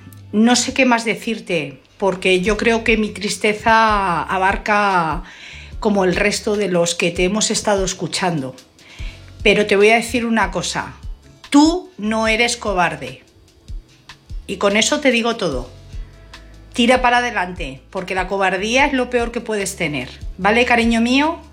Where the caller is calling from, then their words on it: Madrid, Community of Madrid, Spain; Hola, buenas noches. … de Madrid.